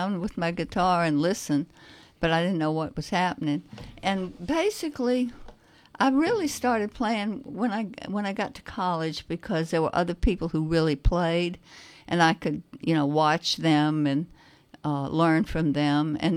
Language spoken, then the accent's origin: English; Louisiana, United States; I grew up in Louisiana.